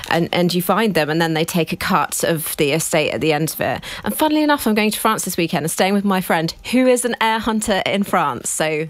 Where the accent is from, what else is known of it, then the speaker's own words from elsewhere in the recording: Essex, East of England, United Kingdom; I grew up in Essex